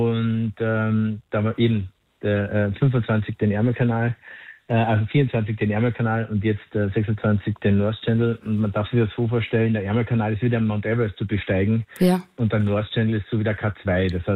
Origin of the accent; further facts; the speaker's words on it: Klagenfurt, Carinthia, Austria; für mich als Klagenfurter